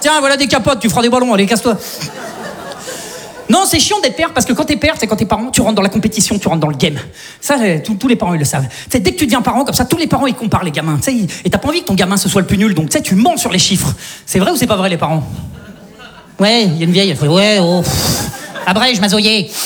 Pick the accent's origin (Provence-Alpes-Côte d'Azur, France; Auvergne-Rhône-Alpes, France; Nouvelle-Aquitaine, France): Auvergne-Rhône-Alpes, France; Saint-Étienne; Tu vois, moi, je viens de Saint-Étienne. Tu vois. Globalement, chez nous, t'as faim, tu prends une arbalète, tu vas chasser, ça s'arrête là, quoi.